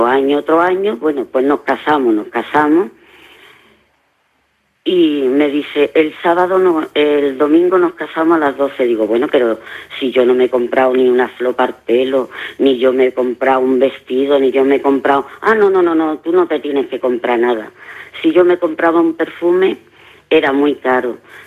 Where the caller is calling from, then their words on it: Andalusia, Spain; yo sin entender ni gota árabe, que yo soy española, soy andaluza.